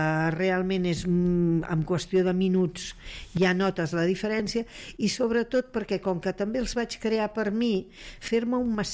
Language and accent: Catalan; Catalonia, Spain; com a bona catalana